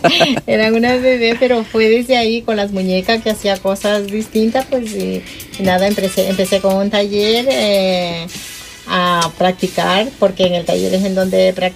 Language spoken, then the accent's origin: Spanish; Ecuador; moved away as an adult; now in Zaragoza, Spain; soy ecuatoriana. Vine aquí a España hace 27 años, de profesión maestra de corte y confección, y en la actualidad diseñadora de moda. Vivo en Zaragoza esos 27 años